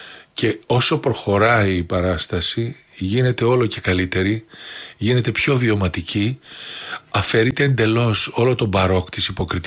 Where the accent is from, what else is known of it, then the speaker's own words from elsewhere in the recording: Thessaloniki, Central Macedonia, Greece; born there; Γεννήθηκα στη Θεσσαλονίκη, αλλά δεν είσαι καθόλου μικρός.